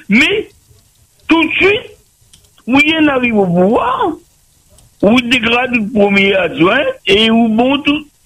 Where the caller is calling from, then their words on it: Saint-Benoît, Réunion; de Saint-Benoît.